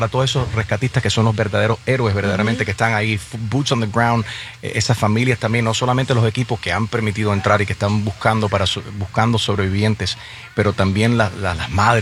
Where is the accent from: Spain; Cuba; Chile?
Cuba; madre también viendo estas imágenes y todo lo que está pasando con nuestros hermanos venezolanos, siendo cubana.